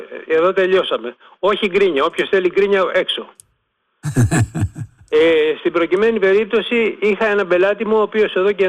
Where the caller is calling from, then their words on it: Peloponnese, Greece; Κατάγομαι από τη Μέσα Μάνη.